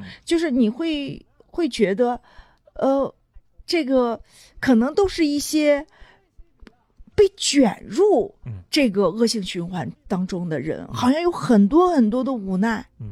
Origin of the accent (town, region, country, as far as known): China